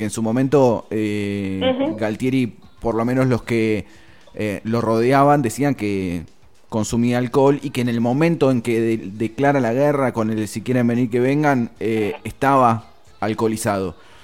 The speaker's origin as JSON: {"language": "Spanish", "country": "Argentina"}